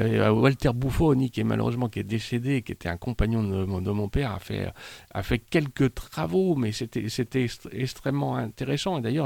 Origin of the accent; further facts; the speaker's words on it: Saint-Nazaire, Pays de la Loire, France; born there; Je suis descendant d'Italien avec mon père né à Gênes. Ma mère est française. Et donc. Je suis né en 1960 à Saint-Nazaire, donc je connais très très bien ce terroir-là, toute cette communauté-là.